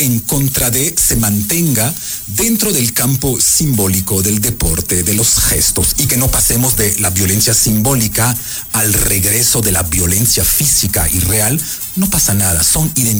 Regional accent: France; now in Ecuador; yo nunca me siento más francés en Ecuador que durante esas semanas.

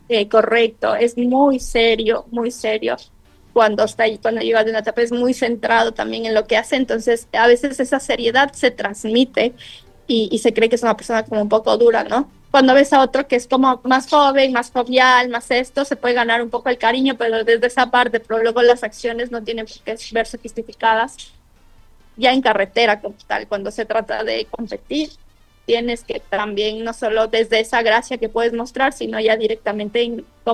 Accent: Ecuador; now in Spain; yo no vivo en mi país Ecuador. Sin embargo, como estoy aquí, yo tengo ya mi residencia

